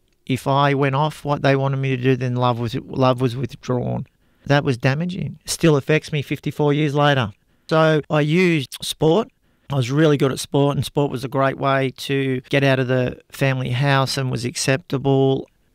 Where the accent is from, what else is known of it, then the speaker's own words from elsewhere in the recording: Frankston, Victoria, Australia; And because I was in the music scene and I grew up in Frankston, it introduced me to a whole nother level of drug use.